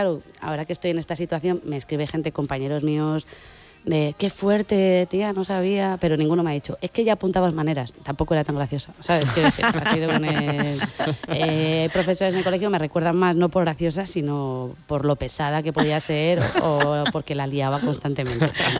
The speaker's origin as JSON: {"language": "Spanish", "town": "Burgos", "region": "Castile and León", "country": "Spain", "tie": "born or raised there", "said": "soy de Burgos, que... Porque, joder, es algo que es característico mío. Soy lo que soy porque me he criado en Burgos, mi familia es de Burgos, mi entorno es de Burgos, o sea, todo, o sea, mis antepasados son de Atapuerca"}